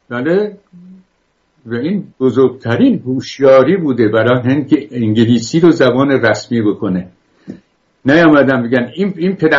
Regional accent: Iran; بله، گفتم لوری، چون من خودم بختیاری هستم که به کسی بر نخورم.

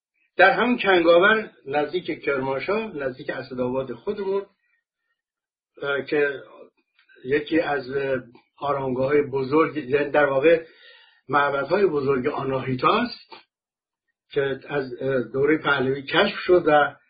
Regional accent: Iran; من احساس حقارت میکنم که زنده ام و ایرانیم

